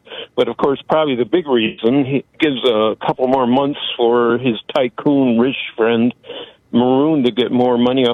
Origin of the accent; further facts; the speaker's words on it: Michigan, United States; now in California, United States; Well, Michigan's my home state